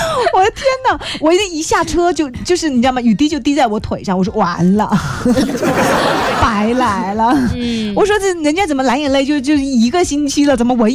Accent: Fuzhou, Fujian, China; 我们福州人就不要去添乱了

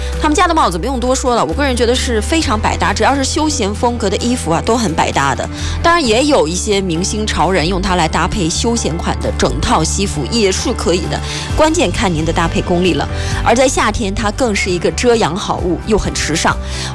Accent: China

